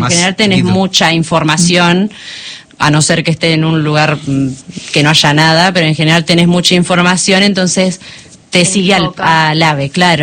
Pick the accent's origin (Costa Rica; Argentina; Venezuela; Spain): Argentina; Pellegrini; born or raised there